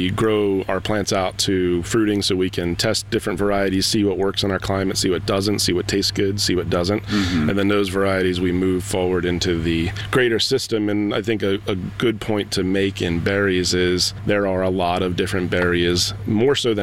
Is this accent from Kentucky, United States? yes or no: no; Philadelphia, Pennsylvania, United States; moved away as an adult; now in Western Massachusetts, United States; I was actually born and raised in Philadelphia. I'm not a native here to Western Mass.